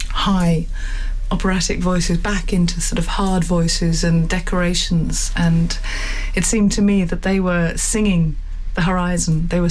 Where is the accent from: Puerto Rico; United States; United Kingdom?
United Kingdom; Wales; first language Welsh; English is a second language; the having the Welsh in there was another layer that we could put in, because of my being... that be my mother tongue.